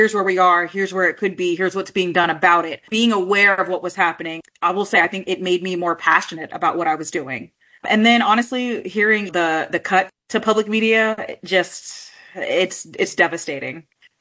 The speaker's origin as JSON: {"language": "English", "town": "Dover", "region": "Delaware", "country": "United States", "said": "from Dover, Delaware."}